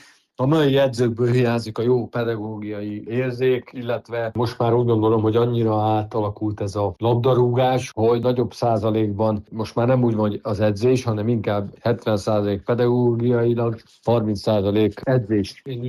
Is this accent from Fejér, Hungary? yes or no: yes; Dunaújváros, Fejér, Hungary; moved away; mondjuk egy Dunai város, ahol ugye felnőttem